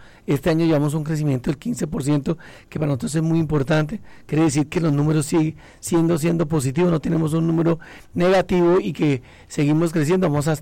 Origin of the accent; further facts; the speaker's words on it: Meta, Colombia; colombianos, es la mujer con el caballo tratando de enlazar. Sí. Entonces, es algo que nos identifica como llaneros, como el joropo y nuestro sombrero.